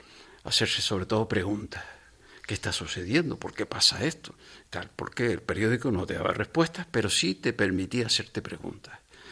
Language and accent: Spanish; Arucas, Canary Islands, Spain; Yo soy hijo predilecto de Arucas